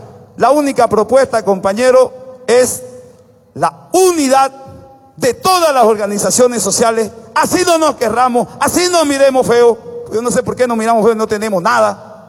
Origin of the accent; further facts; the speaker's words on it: Beni, Bolivia; en las 8 provincias de donde yo vengo, que se llama el departamento del Beni